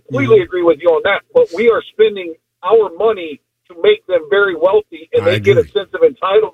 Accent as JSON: {"language": "English", "town": "Cincinnati", "region": "Ohio", "country": "United States", "tie": "born or raised there", "moved": "yes", "lives_now": "Milwaukee, United States", "said": "I grew up in Cincinnati, okay."}